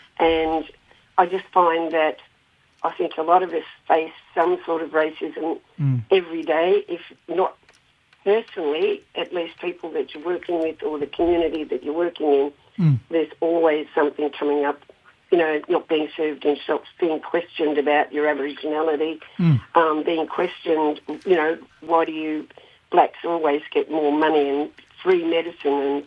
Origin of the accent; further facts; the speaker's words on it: New South Wales, Australia; now in Gippsland, Australia; I'm Wiradjuri from New South Wales, and I live and work on Gunai Kurnai country in Gippsland.